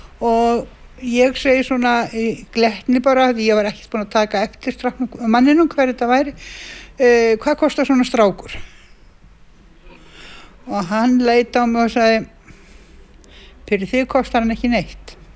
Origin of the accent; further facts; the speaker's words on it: Reykjavík, Capital Region, Iceland; Nei, ég ólstu upp í Laugarásnum.